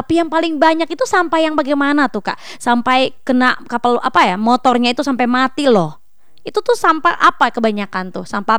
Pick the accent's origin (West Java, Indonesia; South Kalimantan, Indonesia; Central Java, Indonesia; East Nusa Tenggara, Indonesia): East Nusa Tenggara, Indonesia; Atambua; Wow, sama saya juga asli Atambua ya.